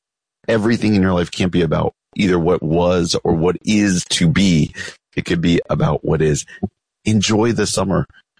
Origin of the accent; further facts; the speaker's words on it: New Jersey, United States; moved away as an adult; now in Midwest, United States; my home state of New Jersey. I grew up in New Jersey. I've been a Midwesterner for a long time. I basically moved out here in 1995 to go to Wheaton College and have been out here more or less ever since.